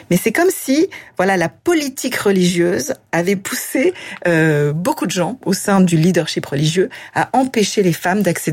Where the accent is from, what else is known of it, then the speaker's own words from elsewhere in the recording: France; J'ai le sentiment que je dois tenter d'apporter en Europe et en France, là où j'ai grandi, une voix qui, je l'avoue, m'a été manquante dans mon éducation juive.